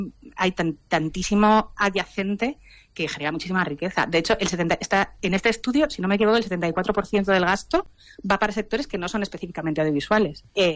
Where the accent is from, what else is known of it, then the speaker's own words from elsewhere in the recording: Zaragoza, Aragon, Spain; Soy la única de Zaragoza, no oigo mi acento desde hace 3 meses.